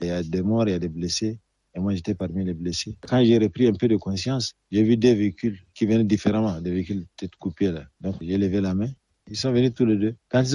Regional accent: Chad; Je leur ai dit que moi, je suis un sudiste du Tchad. Je suis le seul ici.

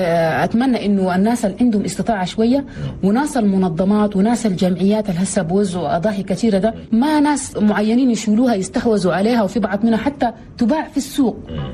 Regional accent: Chad; بس نحن كمجتمع تشادي مجتمع رحيم، في كثير من الأسرة التشادية تلقى واحد عنده أخوه ما بخلي

